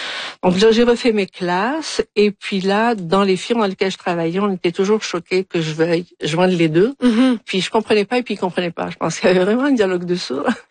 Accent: Algiers, Algiers Province, Algeria; je suis vraiment native d'Alger.

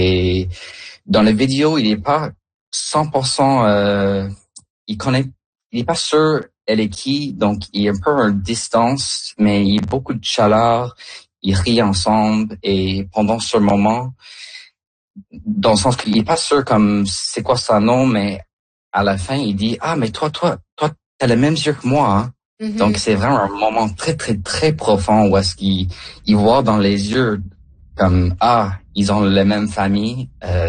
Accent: Kingston, Ontario, Canada; French is a second language; Comme moi, quand j'ai grandi en Kingston, j'ai pas connu comme des gens français. C'était pas vraiment une partie de ma vie, de tout.

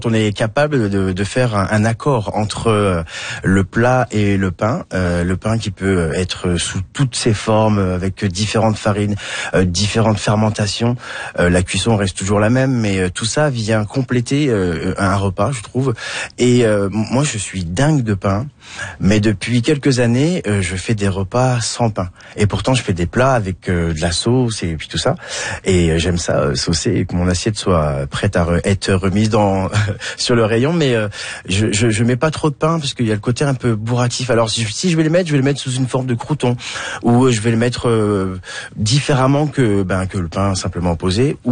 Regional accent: Quebec, Canada; now in Saint-Nicolas, Canada; Moi j'ai la chance d'habiter à Saint-Nicolas, je suis des Appalaches, et il y a plein de producteurs là-bas

